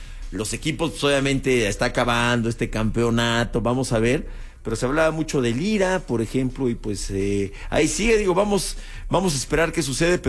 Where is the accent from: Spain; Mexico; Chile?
Mexico; No, yo soy mexicano.